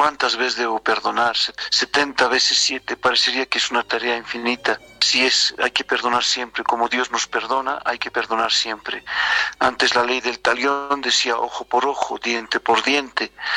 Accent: Potosí, Bolivia; no nos vemos como bolivianos, no nos vemos como potosinos

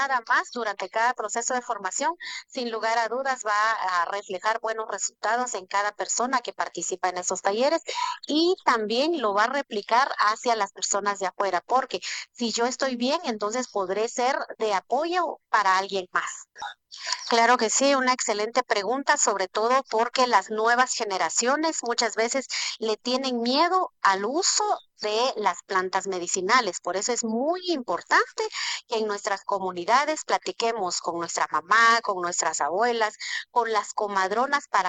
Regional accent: Guatemala; como seres humanos, como guatemaltecos y guatemaltecas, debemos ser responsables para cuidar también nuestra madre tierra

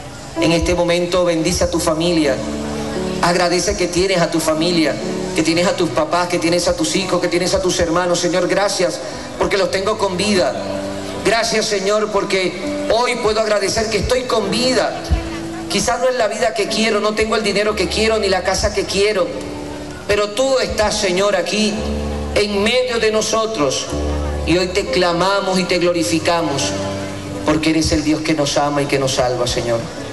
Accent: Venezuela; nos pasan a los venezolanos tantas cosas

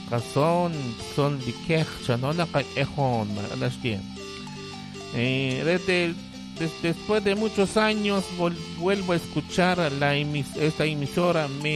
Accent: Cobán, Alta Verapaz, Guatemala; now in Guatemala City, Guatemala; Saludos y bendiciones desde la ciudad capital de Guatemala, soy de Cabón, Alta Verapaz

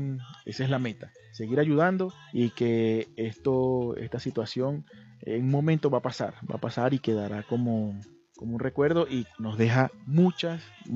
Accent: Venezuela

